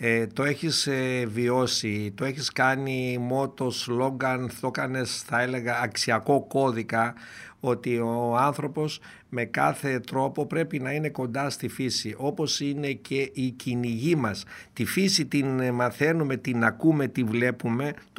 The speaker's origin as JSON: {"language": "Greek", "town": "Doirani", "region": "Central Macedonia", "country": "Greece", "said": "στο χωριό μου, στη Δοϊράνη"}